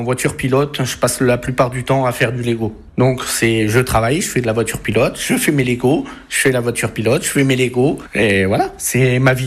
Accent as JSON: {"language": "French", "region": "Wallonia", "country": "Belgium", "tie": "born or raised there", "said": "J'avais 8 ans, j'habitais au fin fond des Ardennes belges. Moi, je suis originaire de Anzinel, en Belgique."}